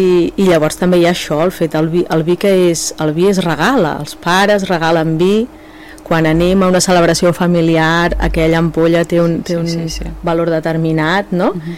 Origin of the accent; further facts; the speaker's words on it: Palà de Torroella, Catalonia, Spain; born there; Jo havia fet la verema de nena aquí a Palà de Torroella en unes vinyes que manaven els meus avis